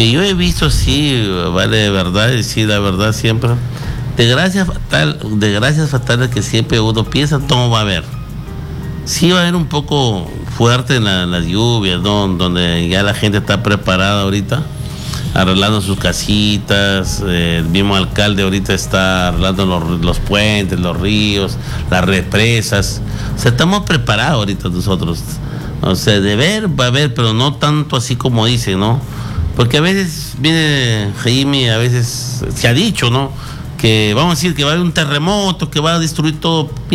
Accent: Catacaos, Piura, Peru; moved away as an adult; also born or lived in Chiclayo / Salas / Penachí; now in Chulucanas, Peru; yo siempre he parado allá en el norte, soy del norte, ¿no? Yo soy de Catacaos, pero trabajo muchos años ahí en la Guaringa y Salas, Chiclayo, Penachí y la Guaringa. Y ahora, pues ya hace 10 años, ¿no? Un poquito más, que entré a Chulucanas

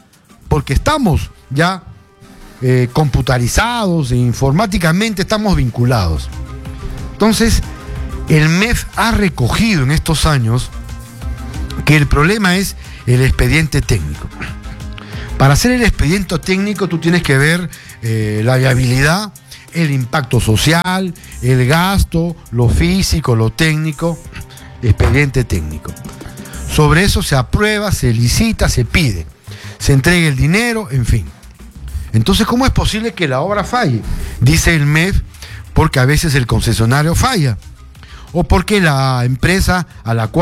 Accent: Peru

